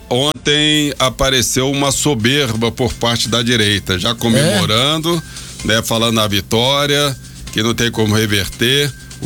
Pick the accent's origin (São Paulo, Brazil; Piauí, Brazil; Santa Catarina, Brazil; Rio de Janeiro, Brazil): Rio de Janeiro, Brazil; moved away; lá no meu estado, Rio de Janeiro.